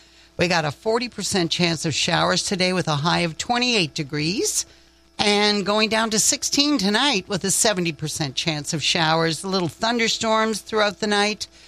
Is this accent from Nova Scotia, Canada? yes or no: yes; Nova Scotia, Canada; moved away as an adult; now in Ontario, Canada; I'm from Nova Scotia, and I got to say I'm a very proud Nova Scotianer, even though I've lived in Ontario for most of my adult life. The Maritimes are in the marrow of my bones.